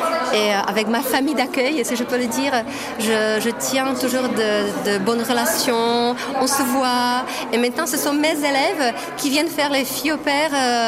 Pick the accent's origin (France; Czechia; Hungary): Czechia; Český Těšín, Moravian-Silesian Region; French is a second language; also born or lived in Ostrava; je viens de la ville de Český Těšín et je travaille au lycée Josef Božek dans la même ville. Je ne suis pas née à Český Těšín, mais je suis née à Ostrava